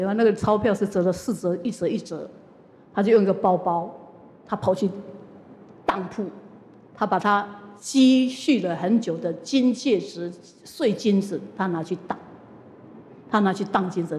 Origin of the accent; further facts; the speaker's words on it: Yilan, Yilan County, Taiwan; Chinese is a second language; 所以我们宜兰人就叫他北门口的师父